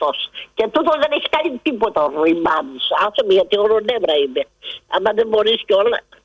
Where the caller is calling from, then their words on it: Spata, Attica, Greece; από τα Σπάτα.